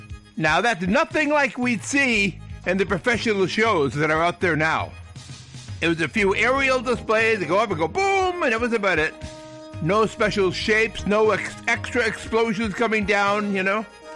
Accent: New York, United States; moved away; when I was raised in New York State

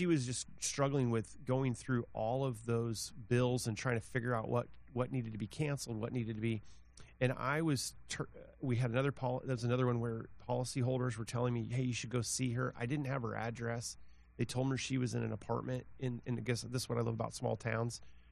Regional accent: Manhattan, United States; I'm from Manhattan

